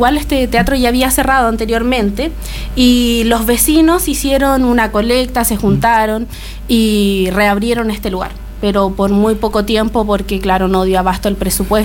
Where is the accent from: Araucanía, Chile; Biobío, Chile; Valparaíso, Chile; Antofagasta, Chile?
Valparaíso, Chile; Yo soy porteña desde siempre, entonces me siento halagada de ser parte de esta ciudad que es muy linda. Yo la recorro a diario, he ido a Valparaíso, estudio en Valparaíso.